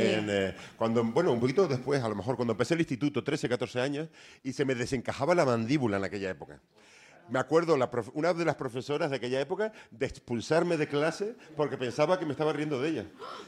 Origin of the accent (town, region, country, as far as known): Canary Islands, Spain